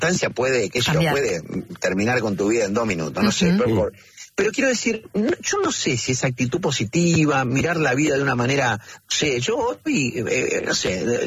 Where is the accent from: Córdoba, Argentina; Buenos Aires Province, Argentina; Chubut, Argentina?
Córdoba, Argentina; born there; En la ciudad de Córdoba.